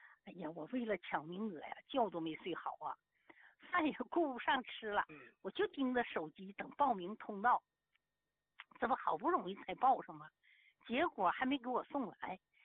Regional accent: Heilongjiang, China; accent: Northeastern (Dongbei); moved away as an adult; now in Guangxi, China; 我老家我是东北，我是黑龙江皂源县的。

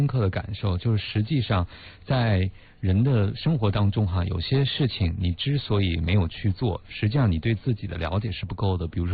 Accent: China; 我们中国人

